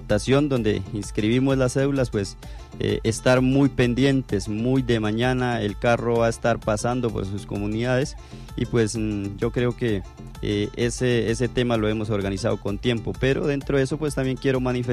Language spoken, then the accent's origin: Spanish; Colombia; un ejercicio que tenemos nosotros como colombianos